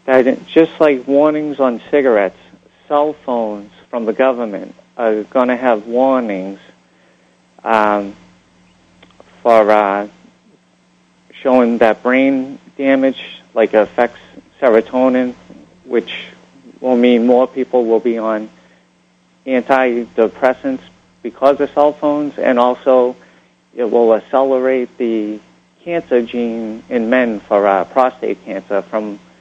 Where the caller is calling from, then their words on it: Malden, Massachusetts, United States; from Malden, right outside of Boston